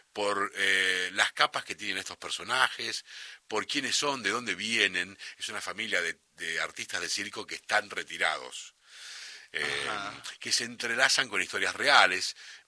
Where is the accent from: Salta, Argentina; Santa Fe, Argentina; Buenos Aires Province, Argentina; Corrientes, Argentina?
Santa Fe, Argentina; born there; also born or lived in Córdoba Province, Argentina; Yo nací en provincia de Córdoba. Eso te iba a decir. Aunque me crié más en Santa Fe. Bueno, un poco y un poco. Me considero un hombre de la pampa húmeda argentina.